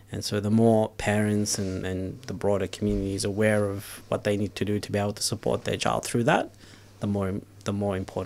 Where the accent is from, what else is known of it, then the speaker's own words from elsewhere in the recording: Melbourne, Victoria, Australia; So I grew up in the Flemington area, that's where I was, where I grew up